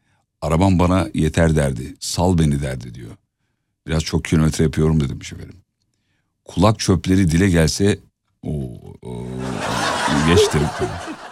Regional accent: İzmit, Kocaeli, Turkey; now in Istanbul, Turkey; ben İzmit'te doğdum büyüdüm. İzmit'te su çeşmeden içilir mesela.

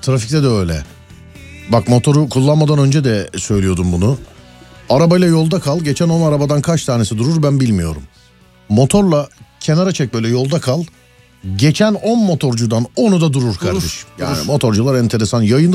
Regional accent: Istanbul, Turkey; Hani bir İstanbullu olarak.

